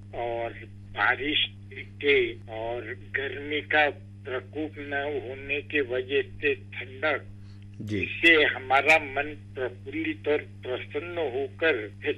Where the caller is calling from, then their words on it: Chhatrapati Sambhajinagar, Maharashtra, India; मैं आपका शुभ चिंतक … छत्रपति संभाजी नगर से वार्तालाप कर रहा हूँ